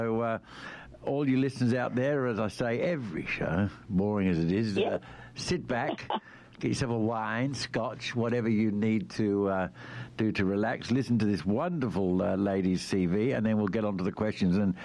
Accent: Western Australia, Australia; also born or lived in Darwin; I was born in Darwin, but have lived in Western Australia for most of my life.

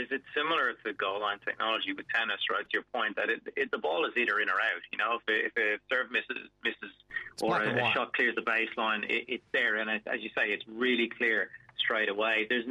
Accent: Ireland; I mean, I'm from Ireland, and one of the biggest controversies in football history was Thierry Henry's handball for a goal for France against Ireland

